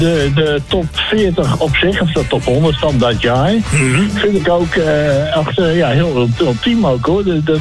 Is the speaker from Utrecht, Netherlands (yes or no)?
yes; Utrecht, Netherlands; Ik ben geboren in de Bandungstraat.